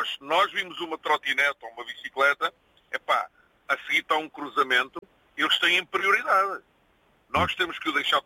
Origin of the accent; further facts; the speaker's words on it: Lisbon, Portugal; moved away as an adult; also born or lived in Coimbra / Aveiro; now in Belgium; ou seja, eu nasci em Coimbra, fui criado em Lisboa, na zona do Dafo. Casei com uma moça de Aveiro, vim para Aveiro, divorciei-me em Aveiro e vim para a Bélgica.